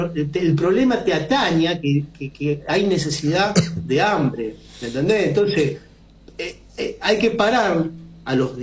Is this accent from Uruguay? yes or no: no; Argentina; Somos argentinos y argentinas que vivimos en este país